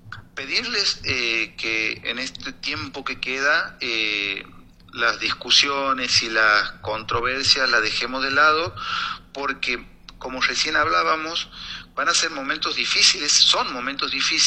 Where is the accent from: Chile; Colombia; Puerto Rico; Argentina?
Argentina